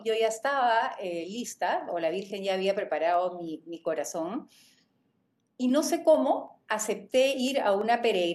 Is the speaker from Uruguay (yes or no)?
no; Peru; Mira, soy peruana, soy casada, tengo cuatro hijos